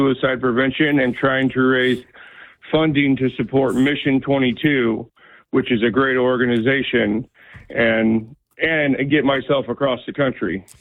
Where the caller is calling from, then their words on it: Phoenix, Arizona, United States; I'm a Marine Corps veteran. I'm from Phoenix, Arizona